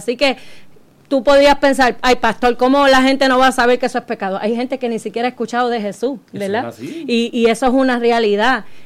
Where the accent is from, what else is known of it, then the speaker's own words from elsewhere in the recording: Puerto Rico; porque somos puertorriqueños